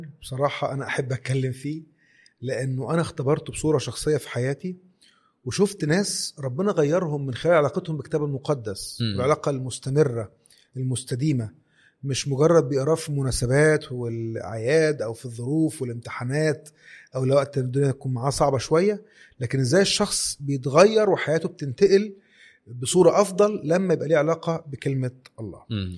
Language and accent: Arabic; Egypt; بيسيب كده وقت معين، بيقول بخصص وقت دوت لحاجة معينة وبيختلي بأمر معين. فأنا بنقطع عن شيء وبختلي بشيء